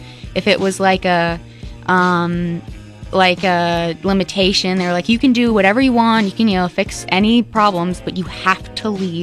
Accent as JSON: {"language": "English", "town": "Woodstock", "region": "Illinois", "country": "United States", "said": "Well, you guys, I'm from Woodstock"}